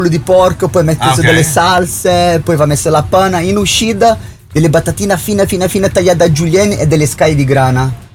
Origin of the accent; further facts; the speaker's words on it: South Region, Brazil; Italian is a second language; Io sono al sud, esatto, loro sono Amazonia, io sono al sud, la terra della carne, il churrasco.